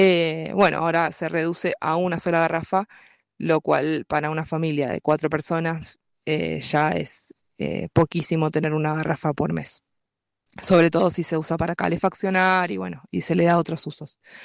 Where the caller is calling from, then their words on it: Mendoza, Argentina; yo soy vecina de Las Carditas.